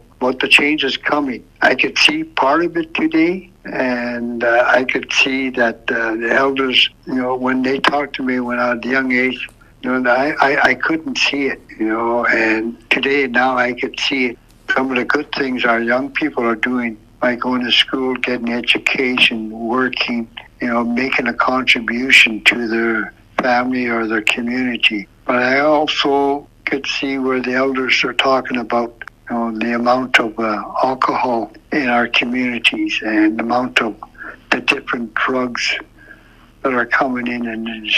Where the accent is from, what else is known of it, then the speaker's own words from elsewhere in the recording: Fort Norman, Northwest Territories, Canada; And from my early years of growing up in Fort Norman, now as Toledo, how you know we advanced so far.